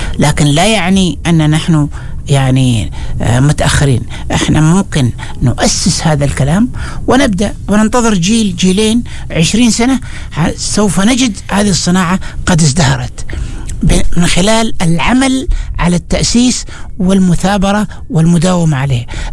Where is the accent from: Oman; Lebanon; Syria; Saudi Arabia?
Oman; لا، احنا عندنا في عمان مثال يقول لك لا تذهب الدواء قبل الفلعة